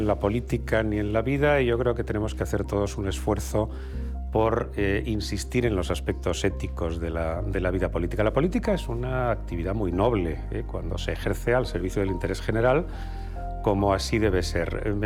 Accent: Spain; Pues soy un español moderado, lo cual probablemente es una extraña especie

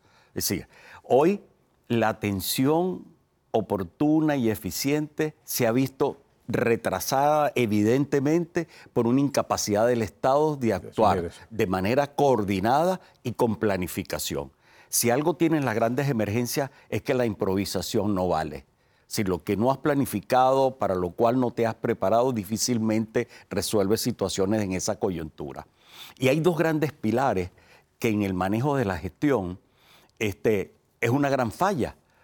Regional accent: Venezuela; yo como venezolano

